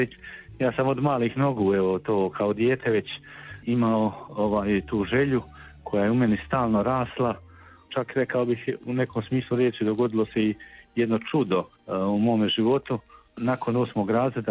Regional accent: Ljubuški, Federation of Bosnia and Herzegovina, Bosnia & Herzegovina; moved away; A Humac mi je inače i rodna župa, ja sam rodom iz Ljubuškoga, tako da mi je to sve domaće i drago

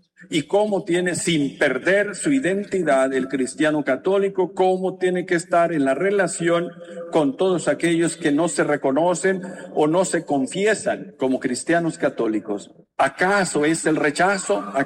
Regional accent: León, Guanajuato, Mexico; León y todo el Bajío, como mi tierra

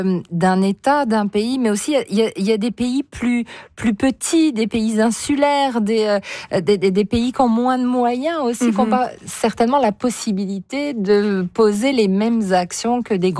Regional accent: Quebec, Canada; Quels sont les impacts proches de nous, chez nous, au Bas-Saint-Laurent?

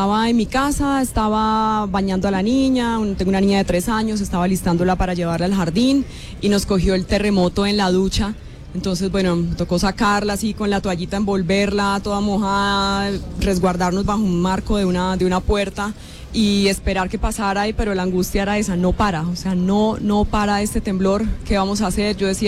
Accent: Bucaramanga, Santander, Colombia; Yo soy de Bucaramanga y por tanto muchos pensarán que estoy acostumbrada a los temblores por la Mesa de los Santos.

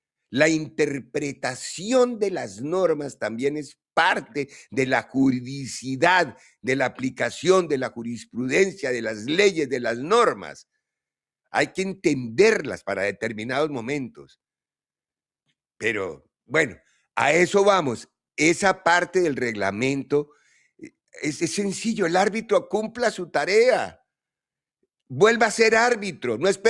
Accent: Colombia; Si yo como colombiano digo, no, me robaron, obviamente estoy generando un cisma.

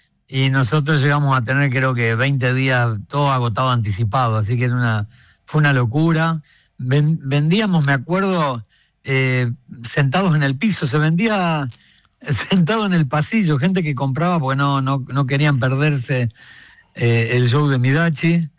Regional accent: Santa Fe, Argentina; se fue entendiendo que éramos de Santa Fe

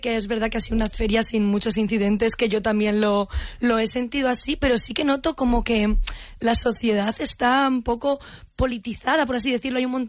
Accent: Peñalver, Castilla-La Mancha, Spain; yo soy de Peñalver

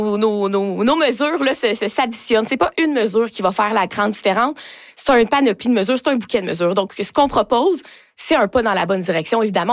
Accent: Rouyn-Noranda, Quebec, Canada; je suis née ici, j'ai grandi à Rouyn-Noranda, puis je suis de retour en région. J'ai quitté, là, après mes études secondaires pour Québec

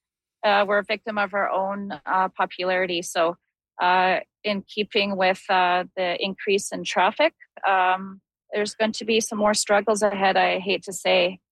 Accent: British Columbia, Canada; I grew up on the Sunshine Coast. That's where my home is. That's where I went to school. That's where I have my friends.

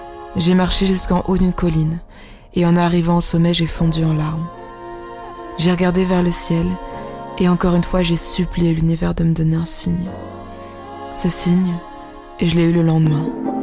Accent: Cameroon; now in Los Angeles, United States; Chez moi, au Cameroun. Ça faisait 10 ans que j'étais plus venue.

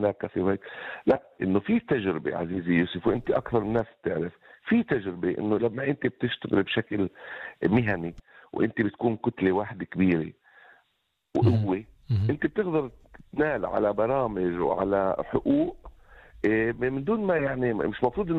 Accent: Palestine; بده إنه أنا أقول إنه أنا مش فلسطيني، انه انا مش عربي، انه انا فيش لي تاريخ، انه انا فيش لي حضاره.

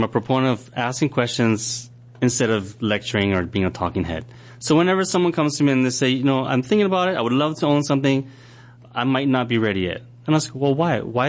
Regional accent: Kaneohe, Hawaii, United States; born or raised there

